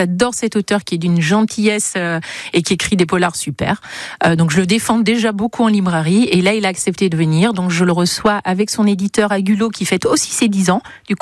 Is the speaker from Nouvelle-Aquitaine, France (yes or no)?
yes; Lalinde, Nouvelle-Aquitaine, France; chez nous, en Périgord, à la Linde